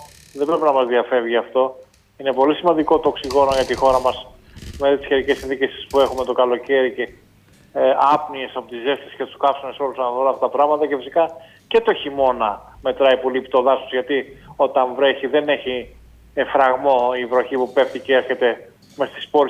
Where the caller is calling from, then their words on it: Piraeus, Attica, Greece; από τον Πειραιά